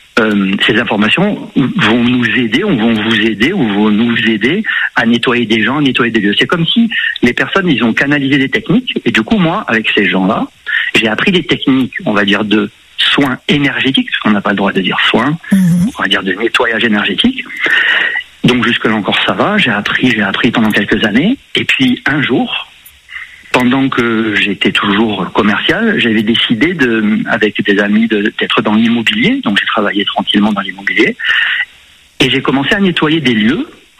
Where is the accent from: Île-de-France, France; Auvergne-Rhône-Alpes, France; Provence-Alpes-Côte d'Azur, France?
Provence-Alpes-Côte d'Azur, France; Aix-en-Provence; après moi je viens de Aix-en-Provence au départ.